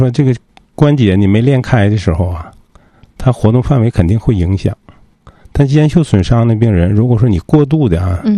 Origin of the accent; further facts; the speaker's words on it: Northeast China, China; 咱们东北人